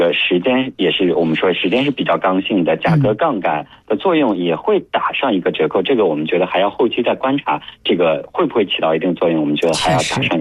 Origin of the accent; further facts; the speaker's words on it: China; 我们中国人